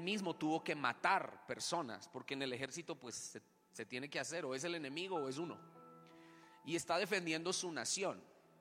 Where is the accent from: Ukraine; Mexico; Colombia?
Colombia; Bogotá; Dios puso mi corazón a iniciar en mi tierra, en Bogotá.